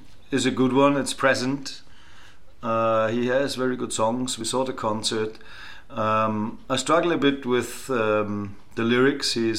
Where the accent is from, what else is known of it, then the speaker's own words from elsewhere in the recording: Austria; English is a second language; I'm from Austria, obviously.